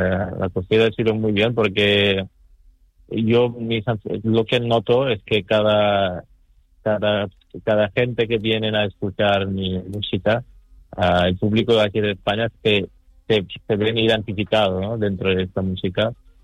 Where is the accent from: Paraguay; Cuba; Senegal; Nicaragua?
Senegal; also born or lived in Gambia; now in Spain; nací en Gambia y he crecido en Senegal.